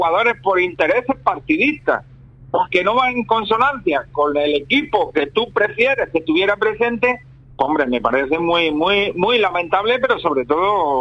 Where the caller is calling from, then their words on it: Spain; como español